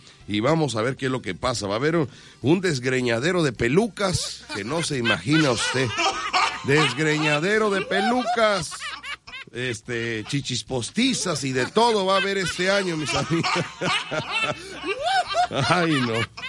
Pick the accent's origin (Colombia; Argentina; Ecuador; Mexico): Mexico; Somos mexicanos, venimos felices el día de hoy, aterrizando desde Jalapa.